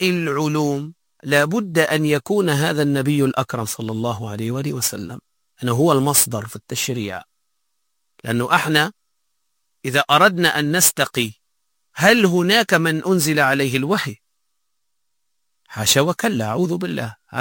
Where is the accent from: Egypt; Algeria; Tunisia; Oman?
Tunisia; احنا عندنا في تونس